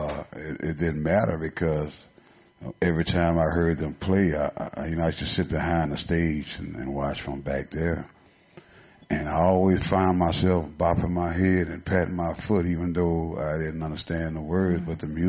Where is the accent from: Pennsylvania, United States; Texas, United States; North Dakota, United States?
Texas, United States; Port Arthur; I'm from Port Arthur, Texas